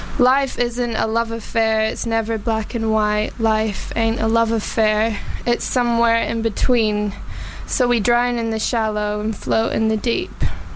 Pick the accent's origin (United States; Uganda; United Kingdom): United Kingdom; Glasgow, Scotland; Yeah, well, I'm originally from Glasgow.